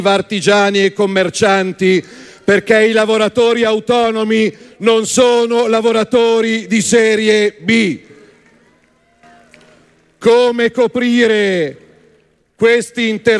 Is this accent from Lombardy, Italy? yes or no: yes; Milan, Lombardy, Italy; da milanese spero dall'anno prossimo di essere amministrato da un sindaco che conosce quartiere per quartiere